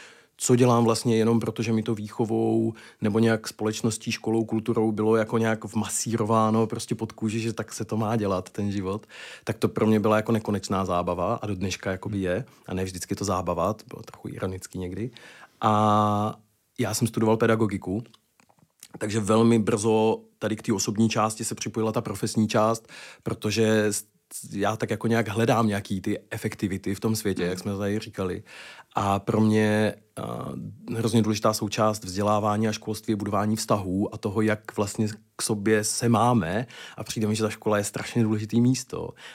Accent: Zlín Region, Czechia; A já jsem kluk z Valašska

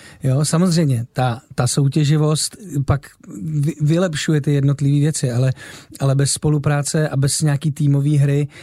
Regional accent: Třinec, Moravian-Silesian Region, Czechia; já jsem z Třince.

